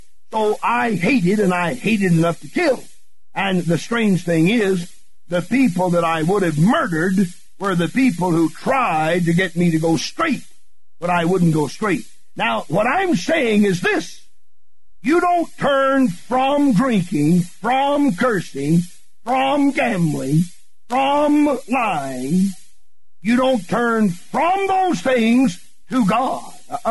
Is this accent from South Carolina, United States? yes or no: yes; Greenville, South Carolina, United States; If I'm facing Greenville, South Carolina, traveling a highway facing Greenville, my hometown, but I don't want to go to my hometown